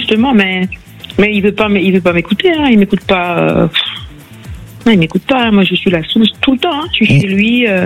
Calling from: Vitry-sur-Seine, Île-de-France, France; J'appelle dans le Val-de-Marne. Précisément à Vitry-sur-Seine.

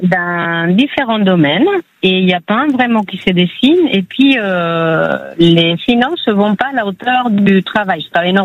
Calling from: Landes, Nouvelle-Aquitaine, France; Dans les Landes.

